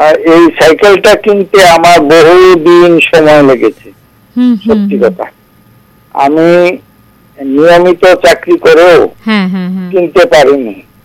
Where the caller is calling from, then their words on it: Tripura, India; আমার বাড়ি কিন্তু ওল্ড আগরতলা থেকে আপনার 3 কিলোমিটার দক্ষিণে ইস্ট চাম্পামুরা ছিল।